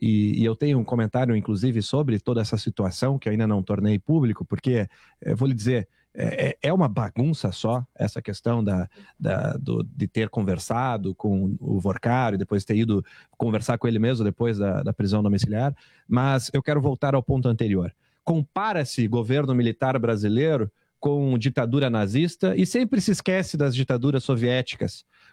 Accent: Brazil; Eu como cidadão, eu como brasileiro

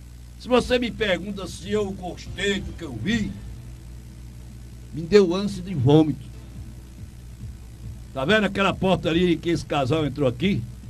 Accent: Altinho, Pernambuco, Brazil; born there; now in Toritama, Brazil; da minha terra, onde minha mãe me pariu, Altinho

